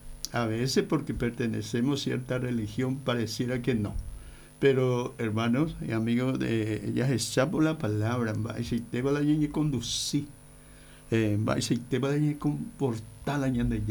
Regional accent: Paraguay

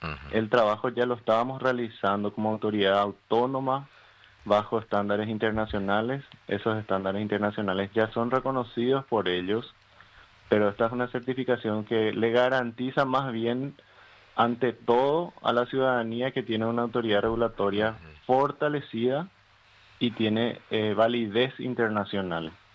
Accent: Paraguay

